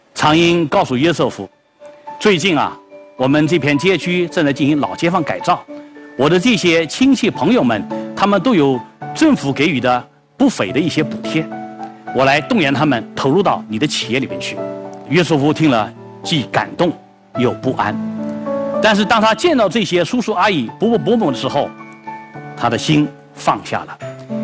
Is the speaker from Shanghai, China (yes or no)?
no; Suzhou, Jiangsu, China